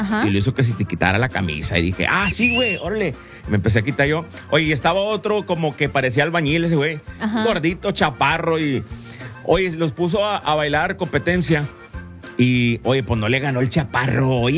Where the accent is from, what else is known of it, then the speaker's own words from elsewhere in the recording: Mission, Texas, United States; born there; somos de Mission Eagles. Somos de los Mission Eagles, los grabamos de la high school de Mission.